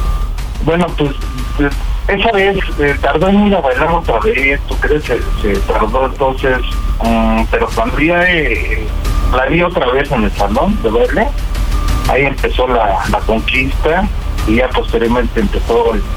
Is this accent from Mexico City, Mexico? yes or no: yes; Mexico City, Mexico; la Ciudad de México.